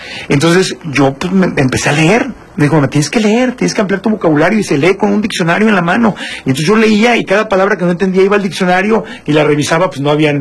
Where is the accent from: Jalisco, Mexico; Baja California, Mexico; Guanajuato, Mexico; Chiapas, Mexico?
Baja California, Mexico; Tijuana; Porque yo me acuerdo, yo nací y crecí en Tijuana, le mando un abrazo con mucho cariño a la gente de Tijuana.